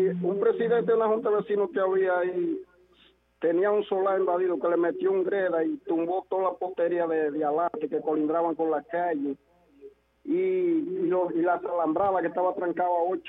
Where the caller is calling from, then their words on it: Santiago de los Caballeros, Santiago, Dominican Republic; de Santiago.